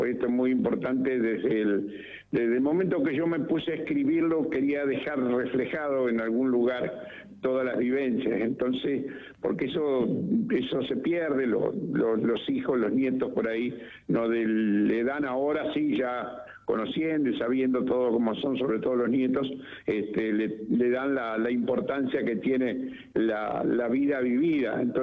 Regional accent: Lucas González, Entre Ríos, Argentina; born there; desde que yo nací en Entre Ríos, en Luca González, porque el circo de mis padres pasaban por ahí.

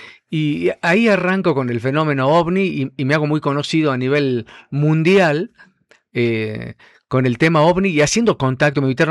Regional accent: Jujuy, Argentina; muy contento de ir como argentino y como jujeño a Estados Unidos

